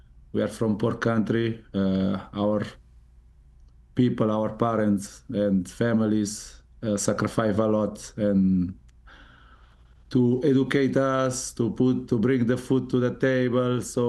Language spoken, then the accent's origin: English; Cape Verde